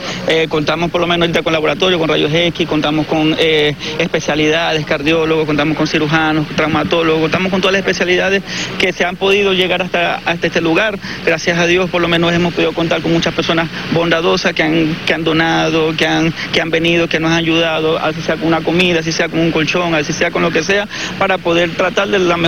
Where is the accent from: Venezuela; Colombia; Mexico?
Venezuela; Y bueno, somos venezolanos, somos los mismos y queremos ayudar también.